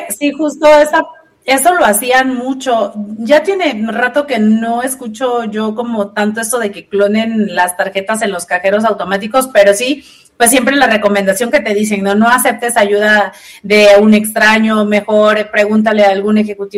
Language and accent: Spanish; Alvarado, Veracruz, Mexico; Por ejemplo, yo que soy de Alvarado, en Alvarado antes no había cajeros ni bancos, pero había Coppel.